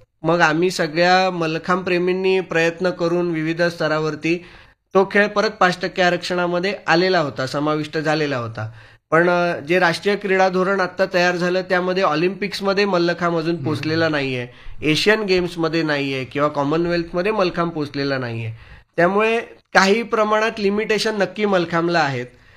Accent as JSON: {"language": "Marathi", "town": "Mumbai", "region": "Maharashtra", "country": "India", "tie": "born or raised there", "said": "मी बोरिवलीमध्ये सुविद्या प्रसारक संघाच्या सुविद्यालय शाळेमध्ये लहानाचा मोठा झालो."}